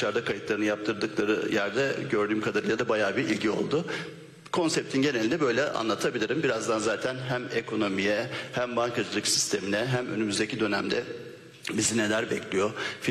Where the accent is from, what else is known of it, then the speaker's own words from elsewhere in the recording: Trabzon, Turkey; born there; moved away; aslında ben de Trabzon Beşiktaş'ı doğumluyum.